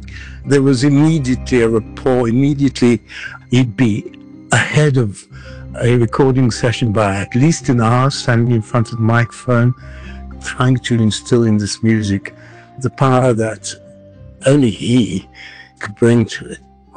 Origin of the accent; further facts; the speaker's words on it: Cape Town, Western Cape, South Africa; born there; moved away; also born or lived in London; I was born in Cape Town in District 6. Then I got a scholarship to the Royal Academy of Music in London.